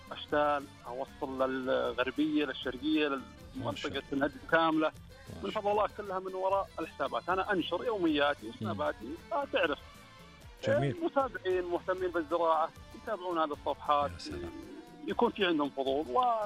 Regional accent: Saudi Arabia; ولكن احنا عندنا بالسعوديه نعتبر مستجدين نوعا ما على الزراعه.

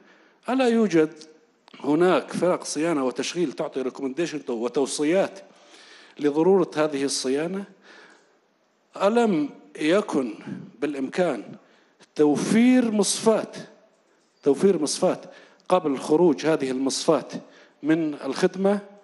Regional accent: Raqqa, Raqqa Governorate, Syria; أنتقل إلى من أيضا تفريع لقطاع الطاقة لما يتعلق بمدينتي الرقة.

